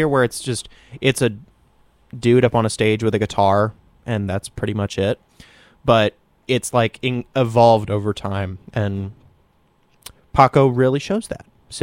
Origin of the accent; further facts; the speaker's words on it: Louisville, Kentucky, United States; so I'm from Louisville.